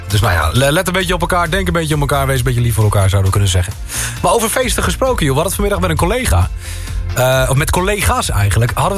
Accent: Zuidlaren, Drenthe, Netherlands; ik kom uit Zuid-Laren, een klein dorpje helemaal boven in Drenthe.

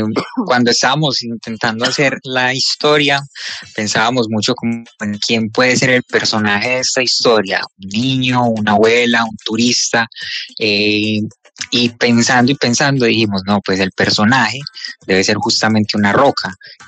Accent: Santa Bárbara, Antioquia, Colombia; yo pues en la calidad de director, que soy de Santa Bárbara, Antioquia

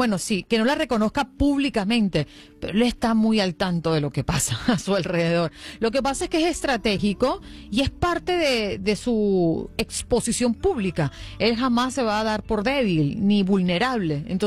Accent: Venezuela; now in United States; desde nuestro punto de vista de inmigrante. En mi caso, muchos venezolanos se han tenido que venir

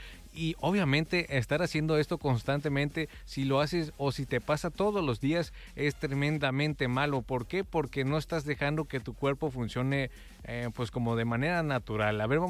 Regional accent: Mexico; así somos los mexicanos

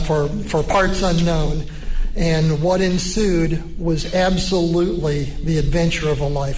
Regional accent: Huntingburg, Indiana, United States; when I was a kid growing up in Huntingburg, in our grade school, every classroom had those

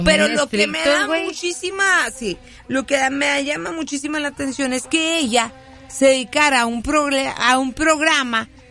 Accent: Chihuahua, Mexico; now in Dallas, United States; Somos de Chihuahua. Y ahorita estamos en Dallas.

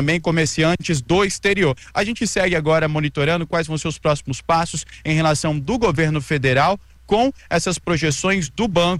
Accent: Roraima, Brazil

